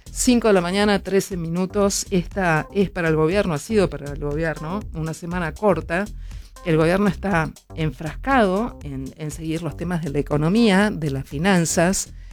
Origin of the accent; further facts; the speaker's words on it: Argentina; A veces despierta cuestiones insospechadas a nosotros porque somos argentinos, y a veces esto de ser argentino no puede explicarse.